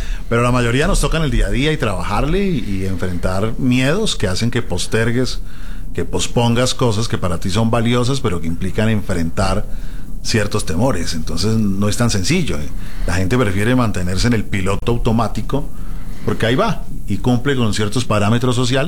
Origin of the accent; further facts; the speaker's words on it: Bogotá, Colombia; Vengo desde Colombia.